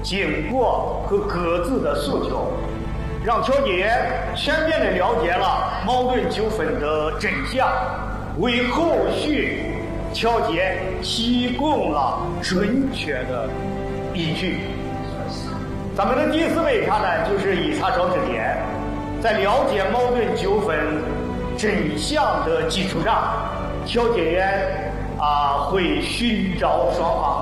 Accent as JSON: {"language": "Chinese", "country": "China", "said": "对于我们中国人来说，"}